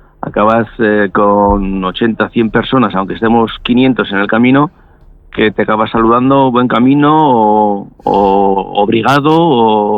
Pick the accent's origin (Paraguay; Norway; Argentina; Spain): Spain; nosotros somos españoles